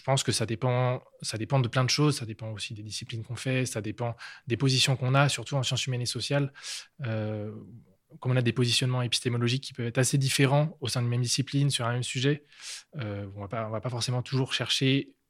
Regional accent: France; moved away as an adult; now in Switzerland; Je suis français, mais je travaille en Suisse maintenant

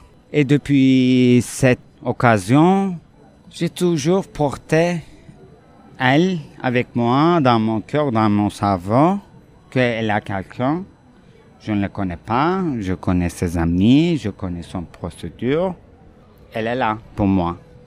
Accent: Turkey; French is a second language; moved away; je suis de la Turquie, j'ai 34 ans pour le moment

